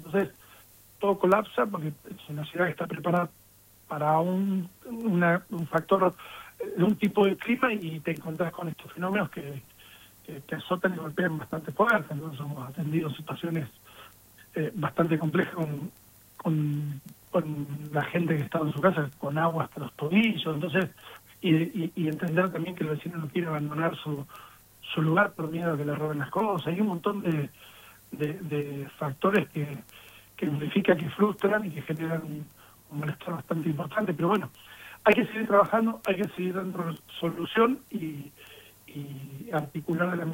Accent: Pico Truncado, Santa Cruz, Argentina; born or raised there

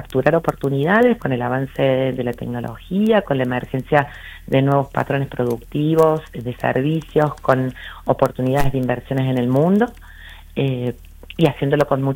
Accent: Argentina

